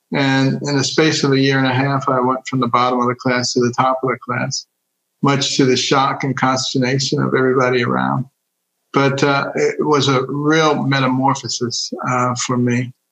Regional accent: Detroit, Michigan, United States; also born or lived in Boston; I grew up in Detroit. You know, my parents were divorced early on.

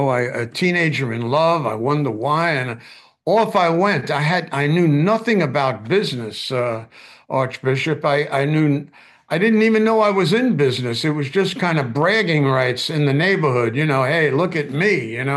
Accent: Bronx, New York, United States; I grew up in the Bronx.

